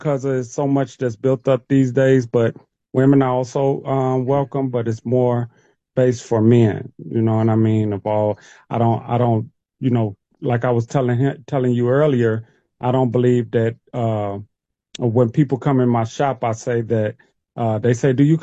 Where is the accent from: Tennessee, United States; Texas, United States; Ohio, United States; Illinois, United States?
Illinois, United States; Chicago; growing up in Chicago, because they love to signify in Chicago